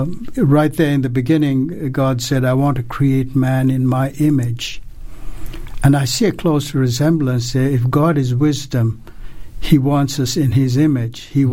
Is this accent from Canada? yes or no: no; Sri Lanka; Well, I'm from Sri Lanka originally.